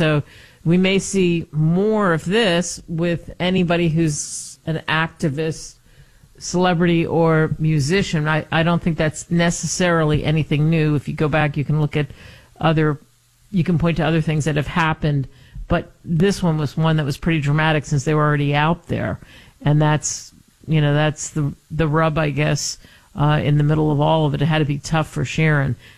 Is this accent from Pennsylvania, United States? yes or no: yes; Pennsylvania, United States; I mean, I grew up outside of Philadelphia.